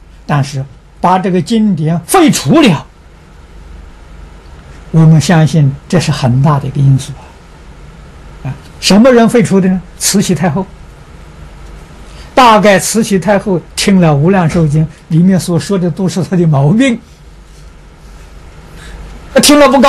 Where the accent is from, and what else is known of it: China